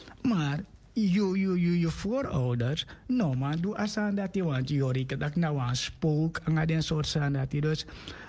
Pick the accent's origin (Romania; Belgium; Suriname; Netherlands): Suriname; born there